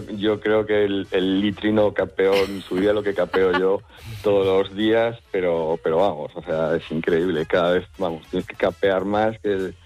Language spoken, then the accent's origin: Spanish; Galicia, Spain; No, yo soy gallego, tengo la típica sorna gallega de toda la vida